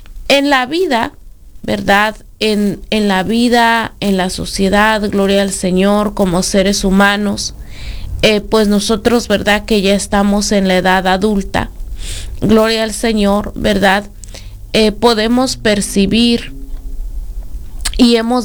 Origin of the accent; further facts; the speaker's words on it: Mexico; moved away; nosotros, pues, obviamente venimos de otro país, somos inmigrantes aquí